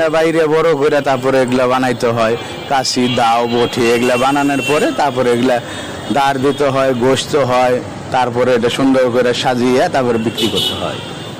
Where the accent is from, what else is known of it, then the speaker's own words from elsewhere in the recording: Tangail District, Dhaka Division, Bangladesh; born there; now in Dhaka, Bangladesh; আমার জন্ম টাঙ্গাইল ডিস্ট্রিক্ট বাসাল থানা, এলাকার নাম ফুলকি।